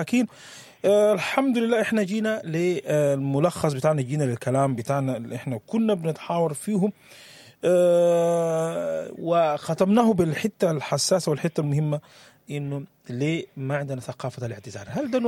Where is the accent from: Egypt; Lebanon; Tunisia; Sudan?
Sudan; البيئه اللي نشأنا فيها، يعني حتى اليوم في ثقافات كثيره عندنا في السودان